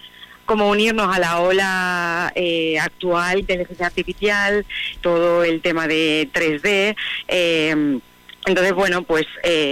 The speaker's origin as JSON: {"language": "Spanish", "region": "Extremadura", "country": "Spain", "tie": "born or raised there", "moved": "as an adult", "said": "yo llevo viviendo en Ciudad Grande muchísimos años. Yo me fui de Extremadura con 18 y al final también me transmite eso, el volver a lo rural, el volver a mi casa, a mi pueblo, a Extremadura"}